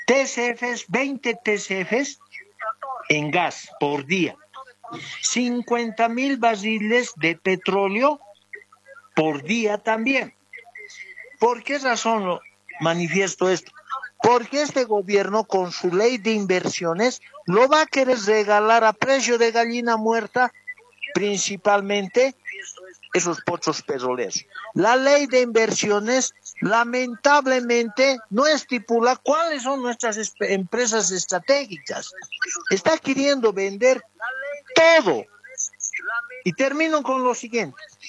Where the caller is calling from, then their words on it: El Alto, La Paz, Bolivia; Le hablo a … aquí desde el municipio del Alto, departamento de La Paz.